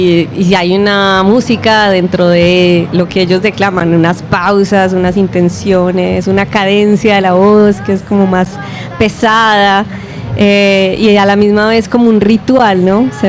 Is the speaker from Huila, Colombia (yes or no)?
no; Itagüí, Antioquia, Colombia; Soy de Itagüí, sí.